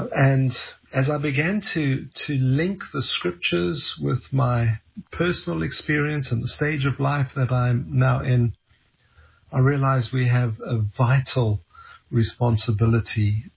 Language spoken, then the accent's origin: English; South Africa; accent: South African; moved away as an adult; also born or lived in London, England; now in Canada; I was born in London, England, a Scottish father, an English mother. And when I was a child, we emigrated to South Africa, and that's my accent. I lived in South Africa for 25 years.